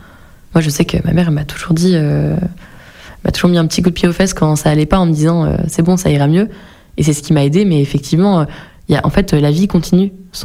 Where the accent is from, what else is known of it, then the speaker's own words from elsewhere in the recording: Lyon, Auvergne-Rhône-Alpes, France; Je suis pas forcément pour repartir à Lyon, j'y retournerai de temps en temps, mais je suis pas pour repartir vivre là-bas en tout cas.